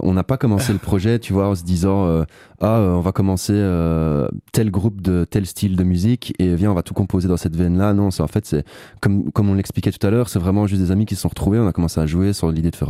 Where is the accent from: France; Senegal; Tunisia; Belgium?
Belgium; Liège, Wallonia; je suis liégeois